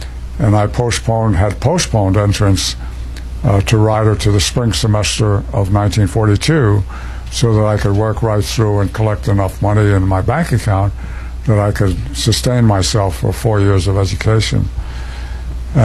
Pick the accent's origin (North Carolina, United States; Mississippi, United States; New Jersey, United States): New Jersey, United States; Newark; I was born in Newark, New Jersey in 1924, February 15th.